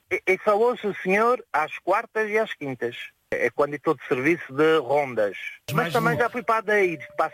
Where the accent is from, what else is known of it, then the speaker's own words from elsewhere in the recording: Terceira Island, Azores, Portugal; born there; Os meus pais, eu, os meus irmãos, nascemos cá na Ilha Terceira. Mas primeiro vieram os meus avós, depois os meus pais, da Madeira, da Ilha da Madeira.